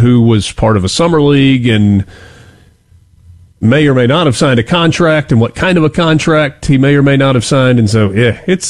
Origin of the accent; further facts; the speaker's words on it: Byhalia, Mississippi, United States; I'm from Byhalia, and voice text doesn't recognize Byhalian.